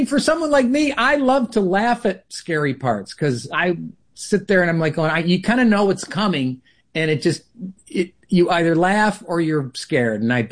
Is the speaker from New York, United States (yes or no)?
yes; Clifton Springs, New York, United States; I said, I'm from upstate New York. I grew up in upstate New York.